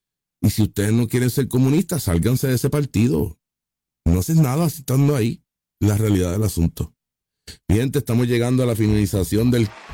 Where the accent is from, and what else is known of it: Puerto Rico